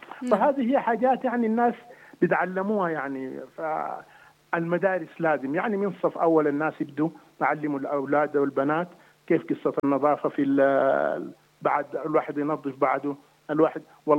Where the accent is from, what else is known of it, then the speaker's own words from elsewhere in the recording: Sudan; عندنا في السودان